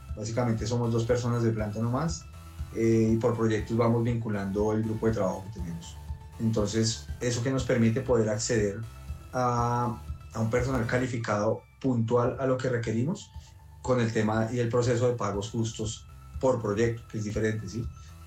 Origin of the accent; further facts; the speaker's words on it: Colombia; cuando nosotros como colombianos, pues se nos dificulta básicamente aterrizar nuestras ideas y escribir un proyecto.